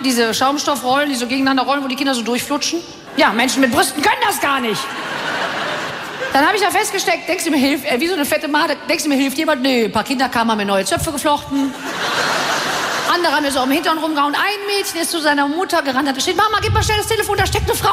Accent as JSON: {"language": "German", "town": "Cologne", "region": "North Rhine-Westphalia", "country": "Germany", "said": "Bei uns in Köln gibt es ein Kind-Indoor-Spieleparadies, das heißt Silly Billy, ja?"}